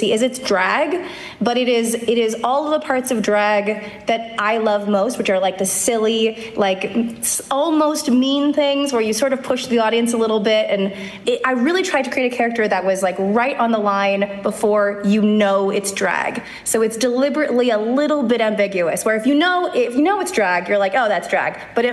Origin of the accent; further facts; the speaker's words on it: Canada; So, and I'm Canadian, so it's even worse.